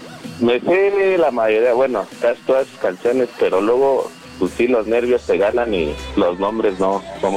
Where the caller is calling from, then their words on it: Cuautitlán, State of Mexico, Mexico; Soy de Cuautitlán, ahorita ando en Tultitlán trabajando aquí en plataforma.